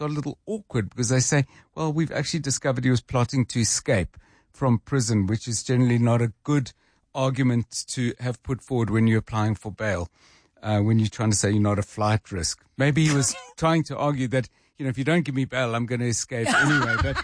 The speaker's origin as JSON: {"language": "English", "town": "Johannesburg", "region": "Gauteng", "country": "South Africa", "tie": "born or raised there", "said": "Yeah, it's very much part of my growing up in Joburg, and I think that'll be true for a lot of our listeners."}